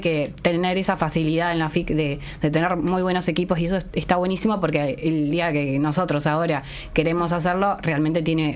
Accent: Uruguay; siendo uruguayos

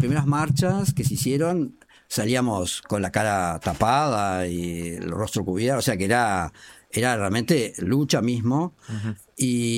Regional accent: Montevideo, Uruguay; somos montevideanos

